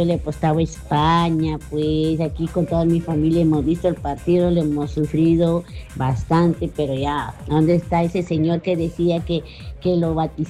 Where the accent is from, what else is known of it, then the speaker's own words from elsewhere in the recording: Chiclayo, Lambayeque, Peru; Yo soy de Chiclayo.